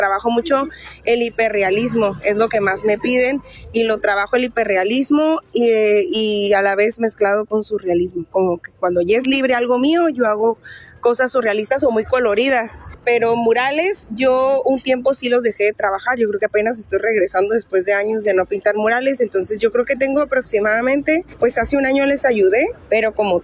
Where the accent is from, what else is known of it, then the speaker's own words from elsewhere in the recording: Ciudad Constitución, Baja California Sur, Mexico; allá en nuestra tierra, en un poblado que nos queda a unos cuantos kilómetros, se llama La Toba. Nosotros somos de Ciudad Constitución, Baja California Sur.